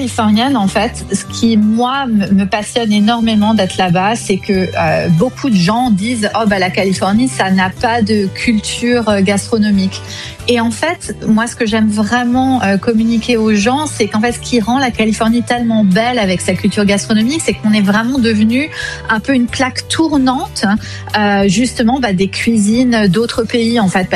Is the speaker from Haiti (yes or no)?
no; France; moved away as an adult; now in Los Angeles, United States